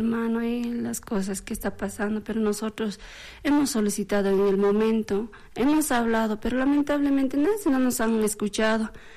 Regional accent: Potosí, Bolivia; Yo la única soy de Potosí.

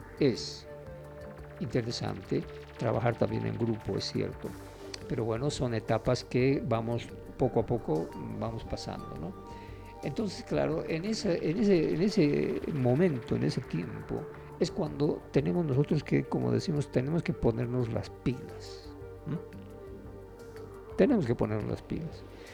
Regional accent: Bolivia; como bolivianos, estamos entrando otra vez a otro círculo vicioso

